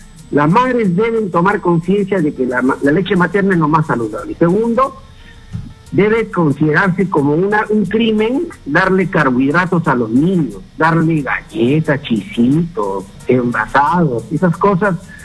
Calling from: Lima, Peru; Le hablo desde Miraflores.

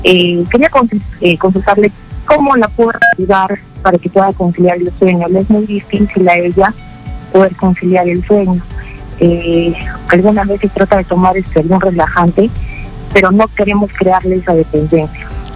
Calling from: Castilla province, Arequipa, Peru; Estoy llamando de la ciudad de Arequipa, en la provincia de Castilla.

